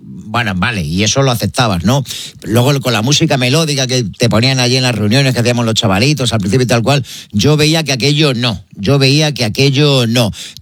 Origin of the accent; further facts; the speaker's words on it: Madrid, Community of Madrid, Spain; yo soy de Villaverde también